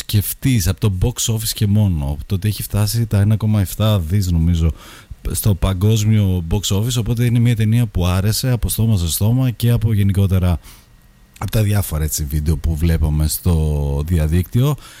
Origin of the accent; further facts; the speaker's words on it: Greece; ένα καλοκαίρι που θα το θυμόμαστε και εμείς εδώ ως Έλληνες